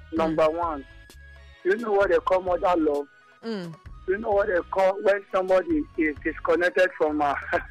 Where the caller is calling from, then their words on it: Benin; I'm calling from Benin.